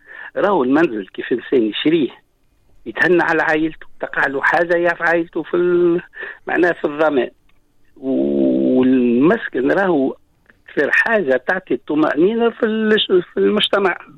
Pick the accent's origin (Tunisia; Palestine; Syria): Tunisia; انا كتونسي